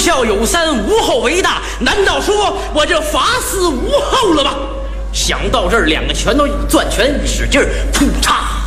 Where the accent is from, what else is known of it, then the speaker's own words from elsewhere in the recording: Tangshan, Hebei, China; 唐山的孩子